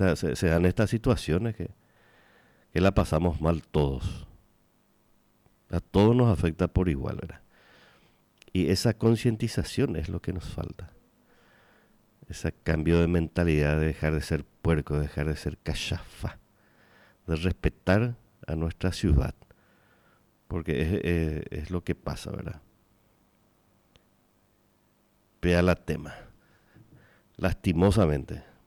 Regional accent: Paraguay; Nosotros como paraguayos de bien allá

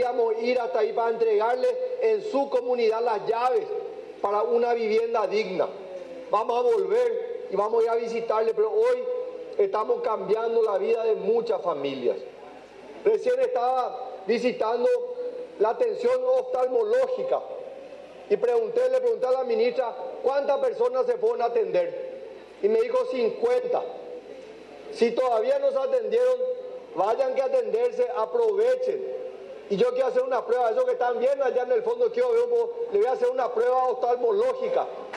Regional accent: Paraguay; como paraguayo, como colorado

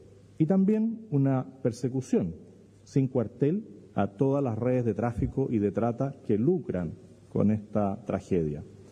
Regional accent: Chile; Como chilenos sabemos colaborar.

